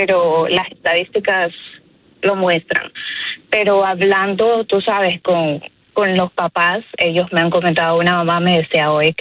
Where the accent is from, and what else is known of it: Ecuador